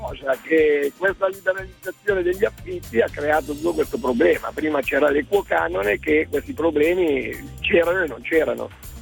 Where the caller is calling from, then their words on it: Novara, Piedmont, Italy; Io chiamo da Novara.